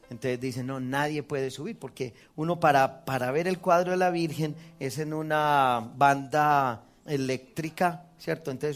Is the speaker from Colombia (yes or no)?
yes; Colombia; Y yo dije, yo vengo de Colombia, los colombianos estamos locos, los carismáticos estamos...